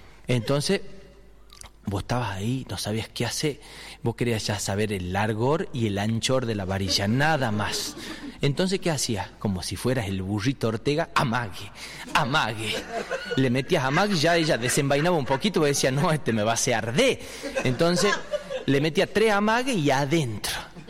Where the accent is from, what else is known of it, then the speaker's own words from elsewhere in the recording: Tucumán, Argentina; yo tengo una mezcla rara porque tengo padres sanjuaninos y soy tucumano y son muy diferentes, son culturas diferentes porque el tucumano tiene como una cultura propia. El tucumano tiene idioma propio, que es el tucumano básico